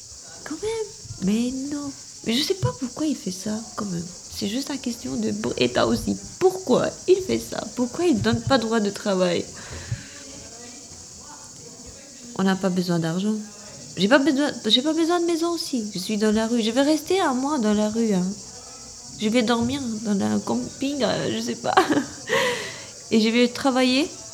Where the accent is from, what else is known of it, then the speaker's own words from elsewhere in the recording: Albania; French is a second language; moved away as an adult; now in France; Oui, Mais je suis venue de l'Albanie.